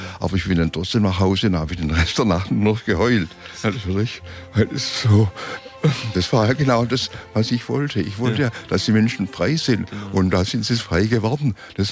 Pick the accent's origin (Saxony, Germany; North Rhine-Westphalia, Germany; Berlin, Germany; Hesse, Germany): Berlin, Germany; Also ich bin Berliner, also ich gehöre nach Berlin.